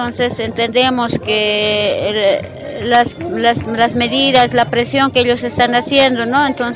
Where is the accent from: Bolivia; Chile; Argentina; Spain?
Bolivia; Como bolivianos todos empujaremos, ¿no? Este carro que es nuestro país